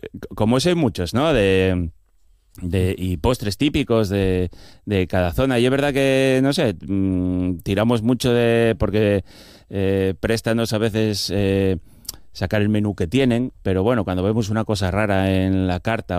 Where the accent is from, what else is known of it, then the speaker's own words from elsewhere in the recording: Avilés, Asturias, Spain; also born or lived in cuenca minera; que yo soy de Avilés, pero viví muchos años en la cuenca minera